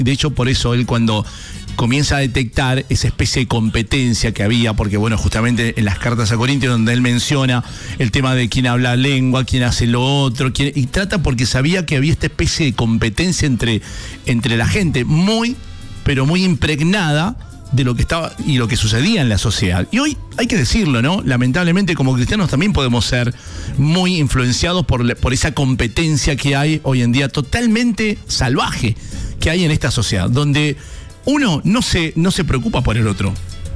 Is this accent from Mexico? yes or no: no; Argentina